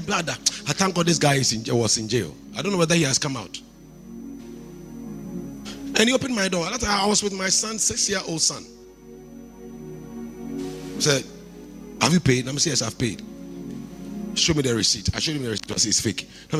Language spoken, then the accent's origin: English; Kumasi, Ashanti, Ghana; I come from Kumasi.